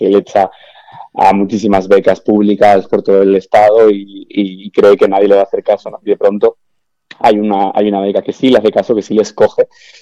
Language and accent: Spanish; Navarre, Spain; yo soy de Navarra